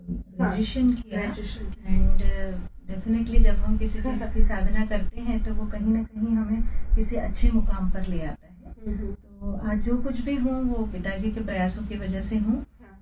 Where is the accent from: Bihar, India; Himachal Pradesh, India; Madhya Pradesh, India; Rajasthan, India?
Madhya Pradesh, India; Khandwa; मेरी भूमि खंडवा है, जहाँ के … हैं, जगत विख्यात जिनका नाम है। तो मुझे अच्छा लगता है कि मैं ऐसी नगरी से हूँ जहाँ से इतने बड़े बड़े आर्टिस्ट निकले हैं।